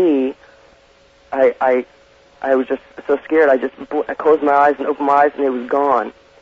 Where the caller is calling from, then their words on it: Overland Park, Kansas, United States; Yeah, Art, I'm calling from Overland Park, Kansas.